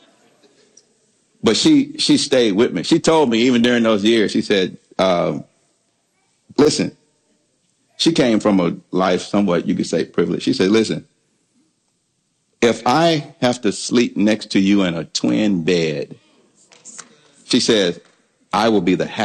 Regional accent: Alabama, United States; I'm from Alabama now

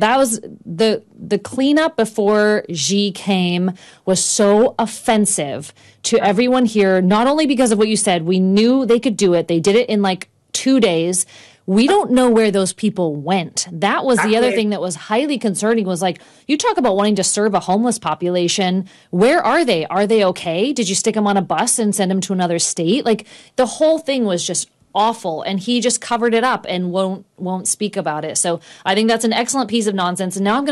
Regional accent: California, United States; I grew up more in the middle of the state

